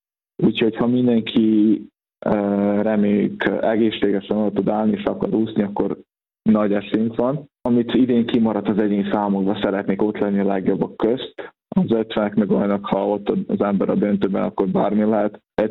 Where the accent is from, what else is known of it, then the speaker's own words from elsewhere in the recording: Senta, Vojvodina, Serbia; now in Szeged, Hungary; Vajdaságban Zentán nőttem fel